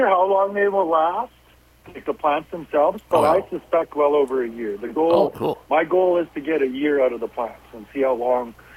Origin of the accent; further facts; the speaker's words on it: Minitonas, Manitoba, Canada; born or raised there